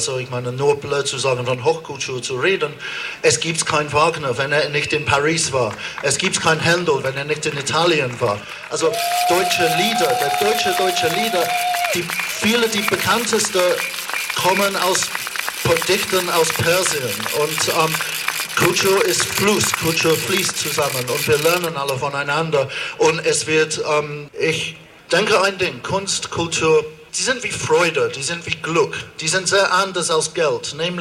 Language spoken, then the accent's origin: German; England, United Kingdom; German is a second language; moved away as an adult; now in Germany; Allerdings als Engländer und Internationalist, ich muss sagen, das vor 25 Jahren, als ich in der Oper arbeiten wollte, hatte ich nur ein Wahl, das war nach Deutschland zu ziehen